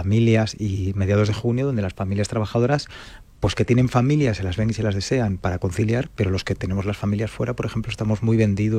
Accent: Galicia, Spain; yo por ejemplo soy gallego, y entonces es difícil allí que no haya un techo

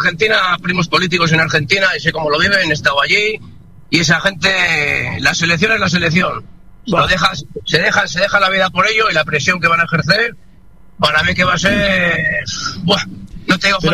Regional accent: Potes, Cantabria, Spain; now in Santander, Spain; Sí, bueno, soy de Potes, pero estoy en Santander.

